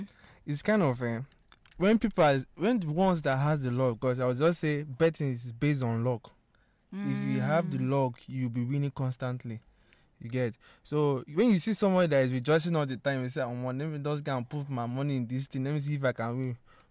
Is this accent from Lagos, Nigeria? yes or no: no; Port Harcourt, Rivers, Nigeria; born there; I was a little boy then in Port Harcourt.